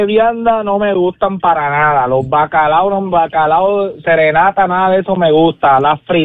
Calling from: Corozal, Puerto Rico; Yo debería ni decir que soy de Corozal, adelante, porque parezco un guaynabito

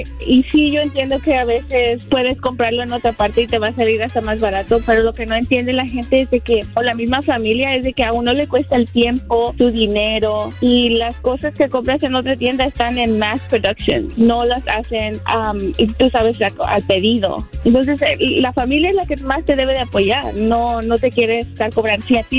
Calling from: Torrance, California, United States; te hablo de Torrance.

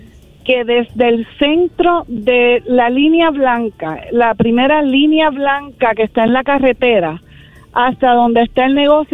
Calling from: Cabo Rojo, Puerto Rico; Yo soy una de las que está en Cabo Rojo.

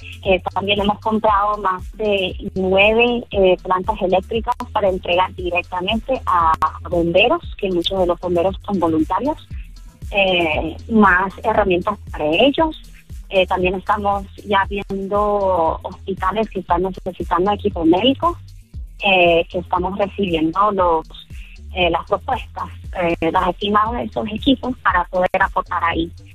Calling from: Tampa, Florida, United States; Yo vivo en Tampa y yo vine a Venezuela hace 2 meses para hacer unos trámites míos migratorios de aquí, uh-huh. Para renovar papeles míos de acá, que yo no soy venezolana.

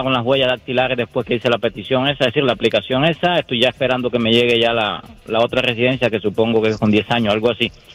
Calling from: Bellmore, New York, United States; Yo estoy ubicado en Belmore, Long Island

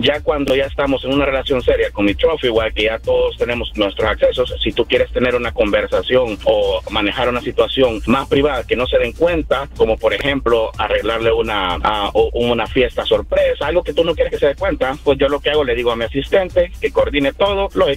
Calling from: Los Angeles, California, United States; Downtown LA.

